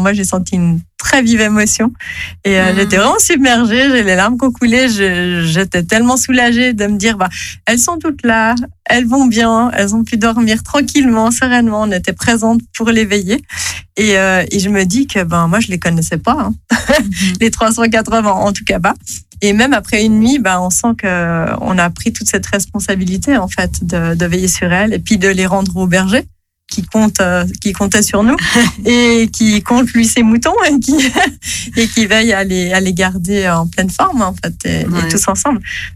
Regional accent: Geneva, Switzerland

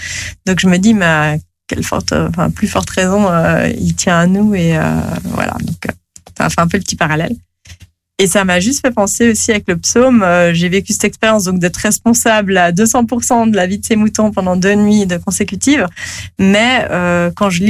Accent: Geneva, Switzerland

